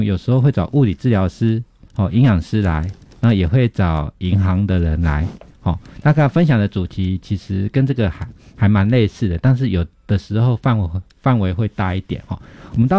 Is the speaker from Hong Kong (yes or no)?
no; Taiwan